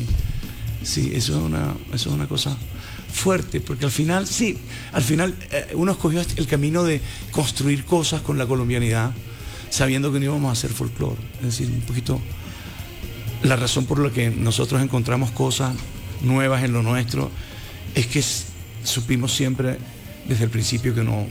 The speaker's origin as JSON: {"language": "Spanish", "country": "Puerto Rico", "said": "Ah, puñeta, es que vengo de Puerto Rico."}